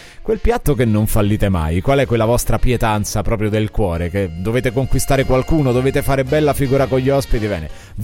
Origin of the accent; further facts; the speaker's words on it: Trentino-Alto Adige, Italy; come si dice dalle mie parti, verso Bolzano